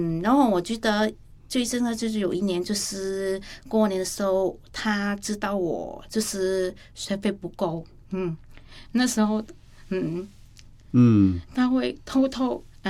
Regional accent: Vietnam; Chinese is a second language; now in Taiwan; 是因为我们越南人是比较喜欢吃辣和酸的食物然后我都蛮喜欢吃辣的对

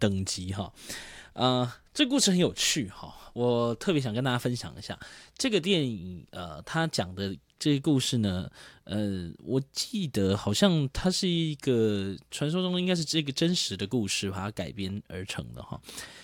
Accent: China; 所以谋事在人，成事在天，我们中国人来讲的话是这样的意思

